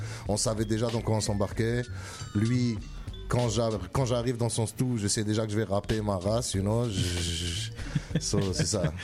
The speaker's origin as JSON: {"language": "French", "country": "Algeria", "tie": "born or raised there", "said": "Moi, j'ai un grand sentiment d'appartenance à mon pays natal, l'Algérie."}